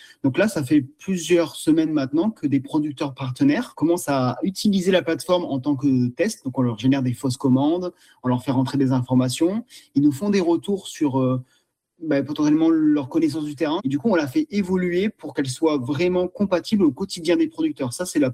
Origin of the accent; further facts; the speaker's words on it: Provence-Alpes-Côte d'Azur, France; moved away; Nous, on est originaire des Hautes-Alpes